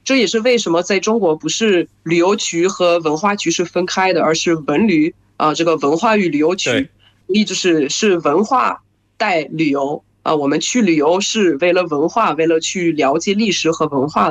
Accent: France; Chinese is a second language; 我是来自法国的

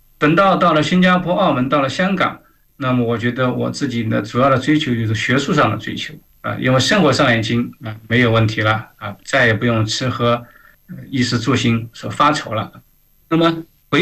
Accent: China; moved away as an adult; also born or lived in Macau; now in Hong Kong; 从一个山村的小男孩，变成一个国际大都市大学的一个老师

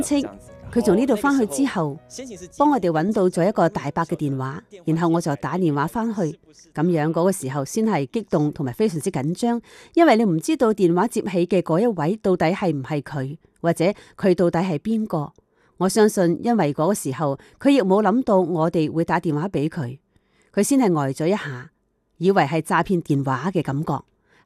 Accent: Malaysia; 一方面让我自己知道我是从哪里来的，然后我要去哪里，甚至我知道我是哪个，我不只是一个马来西亚华人，原来我的根就在这里。

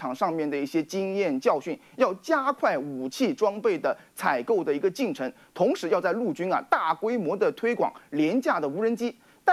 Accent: China; 那可以说用我们中国人的话来说，可以说根正苗红。

